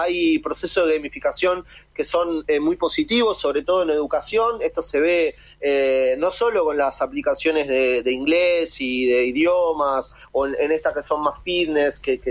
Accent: Argentina; Argentina, que es el país de donde soy y donde vivo

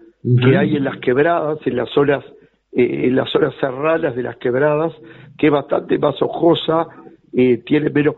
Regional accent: Tranqueras, Rivera, Uruguay; now in Tacuarembó, Uruguay; en mi pueblo natal, Tranqueras

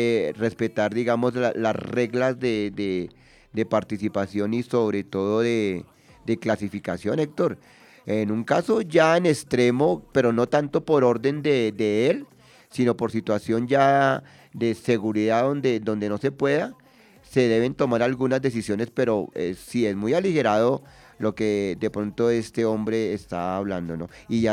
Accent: Colombia

